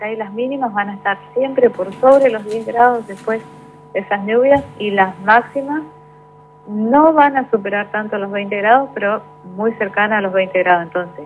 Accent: Mercedes, Corrientes, Argentina; born there; now in Corrientes, Argentina; Yo soy nacida en Mercedes y cada vez que me voy a visitar a mi familia le digo, yo me voy en verano

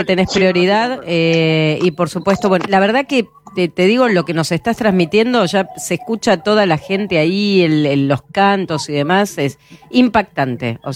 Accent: Bernal, Buenos Aires Province, Argentina; also born or lived in Avellaneda; yo tuve toda mi adolescencia en el colegio en el ENSPA de Avellaneda y vivía en Bernal.

